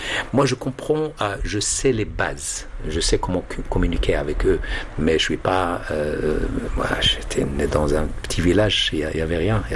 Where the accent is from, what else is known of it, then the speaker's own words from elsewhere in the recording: Imintanout, Marrakesh-Safi, Morocco; J'ai grandi à Imintanout, mais je suis né dans un petit village, une petite maison, un truc comme ça, mais entouré de beaucoup, beaucoup de musique.